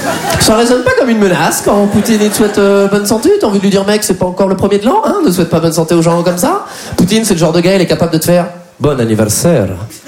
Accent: Poitiers, Nouvelle-Aquitaine, France; Moi, je viens de Poitiers.

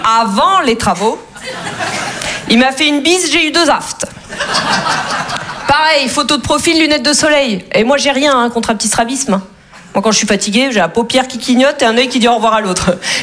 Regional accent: Russia; Je lui ai dit, bon, non, moi, je suis russe, ça ne me dérange pas.

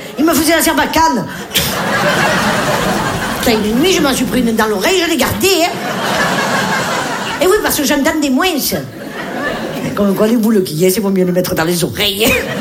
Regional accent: Nice, Provence-Alpes-Côte d'Azur, France

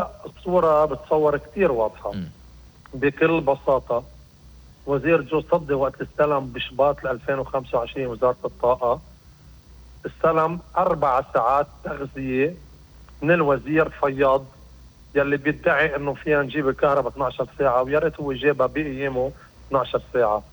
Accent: Lebanon; أنا كمواطن لبناني

